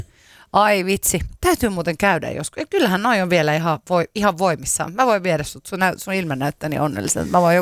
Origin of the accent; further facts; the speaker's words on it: Vantaa, Uusimaa, Finland; Mä olen siis Vantaalta.